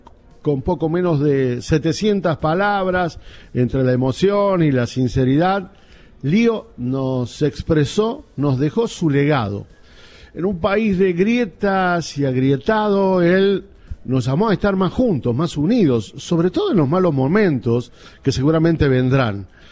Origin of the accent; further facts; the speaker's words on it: Argentina; En un país como el nuestro